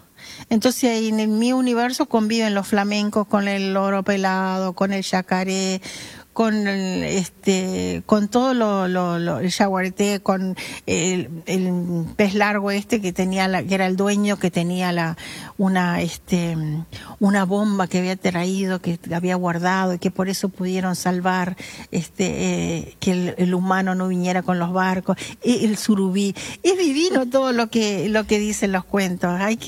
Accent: Salto, Uruguay; born there; Los dos nacimos en Salto.

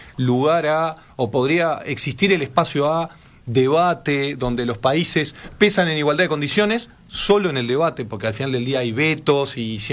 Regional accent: Uruguay

